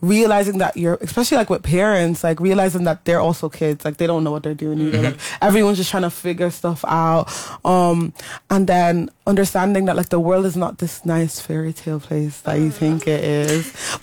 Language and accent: English; Ireland; I'm Irish. I'm Irish. I'm one of you.